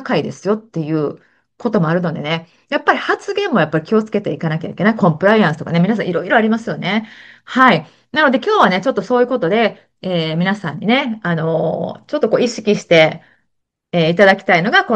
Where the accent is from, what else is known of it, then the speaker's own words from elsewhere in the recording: Kansai, Japan; accent: Kansai dialect; 私、この番組も結構関西弁をね、わーっと使って喋ってるんで、他のね、違う番組は関西弁出さないものもあったりするんですけど